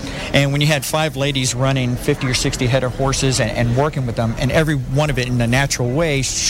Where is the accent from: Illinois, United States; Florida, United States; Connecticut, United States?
Florida, United States; Tampa; Originally from Florida. I guess we would call Tampa, Florida home, but the beach is from Florida. I'm just a Cuban beach boy.